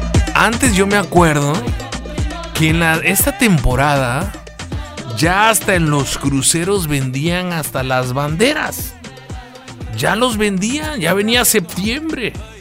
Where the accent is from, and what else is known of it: Mexico